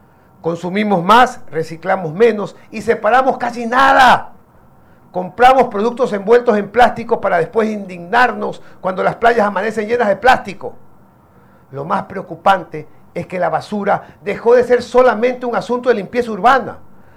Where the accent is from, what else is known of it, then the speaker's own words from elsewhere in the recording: Guayaquil, Guayas, Ecuador; moved away as an adult; now in Samborondón, Ecuador; yo soy guayaquileño, estoy viviendo en Zamorondón hace mucho tiempo